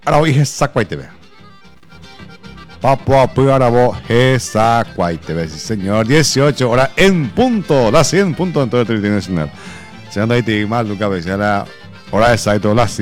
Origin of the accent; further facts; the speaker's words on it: Paraguay; me sentí orgulloso de llevar como paraguayos y paraguayas.